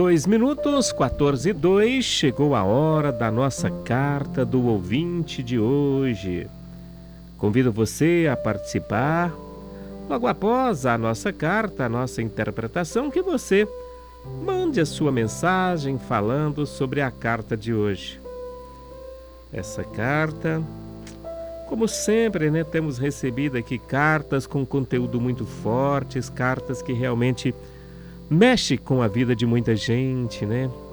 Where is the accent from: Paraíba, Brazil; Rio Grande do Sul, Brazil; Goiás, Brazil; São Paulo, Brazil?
Goiás, Brazil; also born or lived in Bahia; Sou do interior da Bahia. Quando meus pais decidiram deixar tudo para trás, deixar a nossa terra e tentar uma vida melhor em Goiás, eu ainda era um bebê de colo.